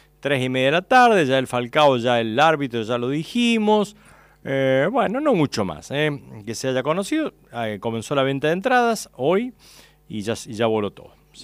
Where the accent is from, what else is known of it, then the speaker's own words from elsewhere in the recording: Córdoba, Argentina; nos preocupa a los cordobeses porque quedamos fuera